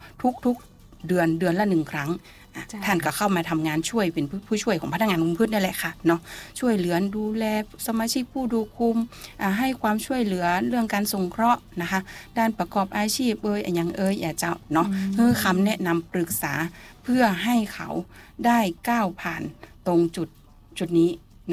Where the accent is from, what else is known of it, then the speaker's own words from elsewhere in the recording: Chiang Mai, Thailand; now in Lamphun, Thailand; เป็นคนเชียงใหม่เจ้า